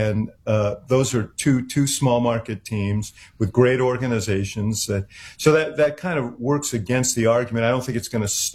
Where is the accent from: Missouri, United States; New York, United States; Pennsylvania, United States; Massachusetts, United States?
New York, United States; now in Chicago, United States; I'm from New York originally, so I don't have the tribal loyalties that Chicagoans have.